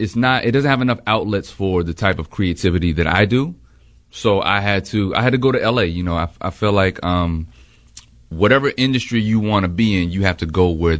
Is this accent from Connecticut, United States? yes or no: no; Fayetteville, North Carolina, United States; I'm from North Carolina.